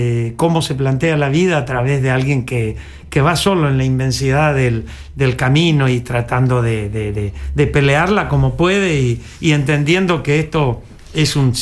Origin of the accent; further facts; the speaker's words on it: Burucuyá, Corrientes, Argentina; en mi infancia yo viví en Burucuyá